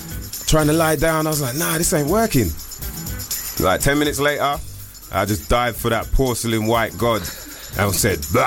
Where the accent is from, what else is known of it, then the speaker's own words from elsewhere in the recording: France; accent: French; English is a second language; I pick up on my French accent, but they still don't understand me.